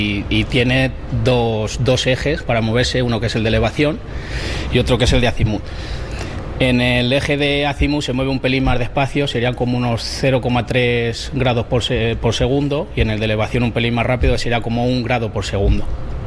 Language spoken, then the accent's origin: Spanish; Cebreros, Castile and León, Spain; Sí, soy natural de Cebreros, nacido aquí, llevo toda la vida viviendo aquí en Cebreros.